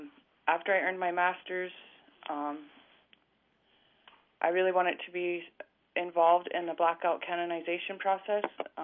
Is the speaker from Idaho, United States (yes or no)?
no; Wounded Knee District, Lonesome Valley, South Dakota, United States; I hail from the Wounded Knee District. I grew up out in the Lonesome Valley area. I was a part of St. Agnes my entire life, so St. Agnes in Manderson is my home parish.